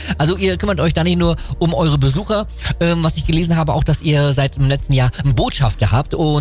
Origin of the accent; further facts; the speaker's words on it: Mecklenburg-Vorpommern, Germany; Als ich nämlich noch so 12, 13 war, war der mal in meiner Heimatstadt Bad mit seiner Sommertour von NDR1 Radio MV